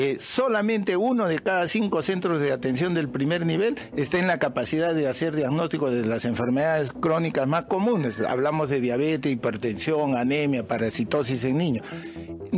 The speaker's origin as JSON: {"language": "Spanish", "region": "Arequipa", "country": "Peru", "said": "Yo soy arequipeño"}